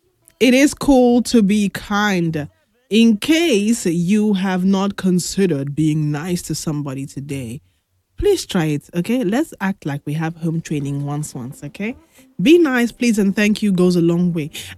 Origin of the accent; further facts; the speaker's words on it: Nigeria; As a Nigerian